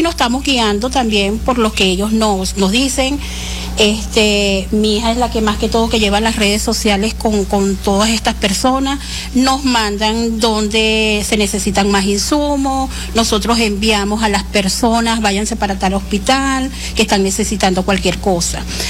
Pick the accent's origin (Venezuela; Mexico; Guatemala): Venezuela; now in Peru; También soy una fiel colaboradora con toda esta tragedia que nos está uniendo como venezolanos y como peruanos